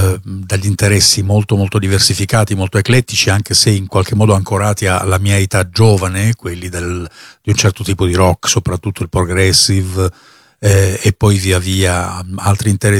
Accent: Bari, Apulia, Italy; sono un musicista del sud, vengo dalla Puglia

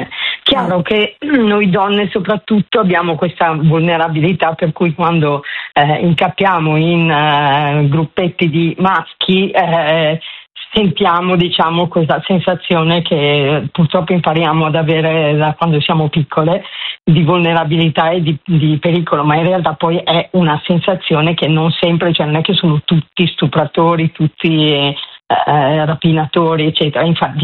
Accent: Milan, Lombardy, Italy; Sono nata e cresciuta a Milano

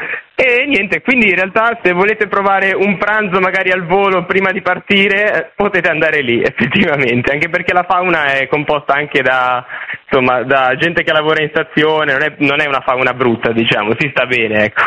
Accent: Milan, Lombardy, Italy; accent: Milanese; oggi sono in fase milanese doc, perché in questo momento sono in Liguria.

